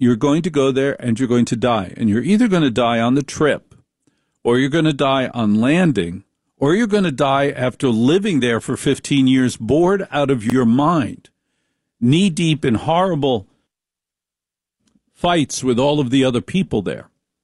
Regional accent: Maplewood, New Jersey, United States; I grew up in Maplewood.

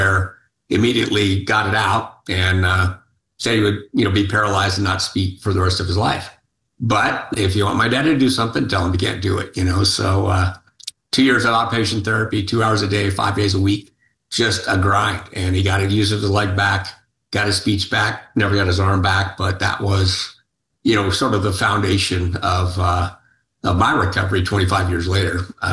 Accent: California, United States; born there; also born or lived in Nebraska; I was born in Nebraska, but very shortly after, he had an opportunity to come to California to do some, what was supposed to be a temporary job.

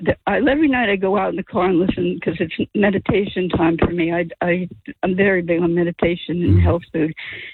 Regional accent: Raritan, New Jersey, United States; I grew up in Old York Road.

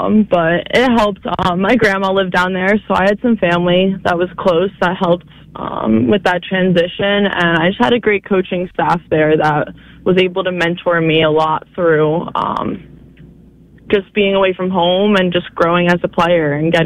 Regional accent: New York, United States; And, I mean, growing up on Long Island

